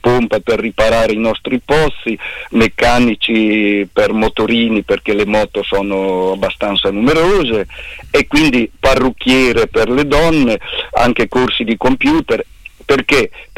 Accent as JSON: {"language": "Italian", "town": "Montecchio", "region": "Marche", "country": "Italy", "said": "Sì, certo, io sono di Montecchio di Pesaro."}